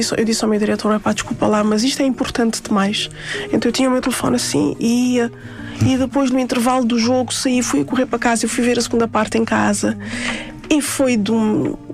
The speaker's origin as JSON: {"language": "Portuguese", "country": "Cape Verde", "said": "as pessoas olham para mim fisicamente e não sei porquê, não me identificam como cabo-verdiana, como uma mulher preta que eu sou. E quando eu falei com eles em crioulo e eles assustaram-se os dois."}